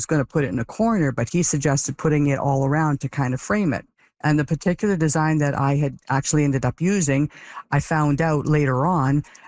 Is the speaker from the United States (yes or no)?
no; Canada; born there; I'm definitely proud to be a Canadian. I was born in Canada